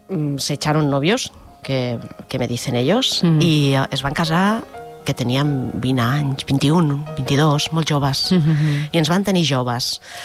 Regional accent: Terrassa, Catalonia, Spain; born there; jo vaig néixer a Terrassa, soc terrassenca, fa gairebé ja, aviat 51 anys, ni més ni menys.

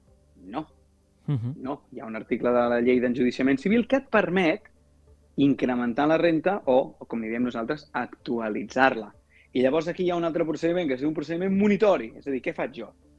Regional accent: Catalonia, Spain; jo que sóc d'Osona

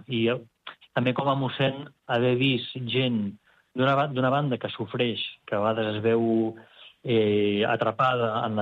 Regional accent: Girona, Catalonia, Spain; moved away as an adult; now in Rome, Italy; Doncs, mira, jo he passat la meva infància i adolescència i joventut a Girona, estudiant aquí a Girona, i amb la família també aquí a Girona

